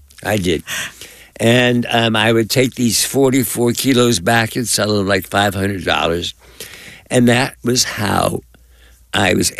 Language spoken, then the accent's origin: English; East Coast, United States; born or raised there